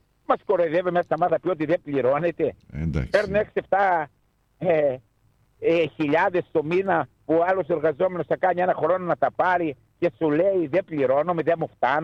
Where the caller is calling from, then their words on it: Samos, North Aegean, Greece; Μ' αφορά ο τόπος μου να πηγαίνει ο Σαμιώτης καλά, να πηγαίνει η πατρίδα μου καλά.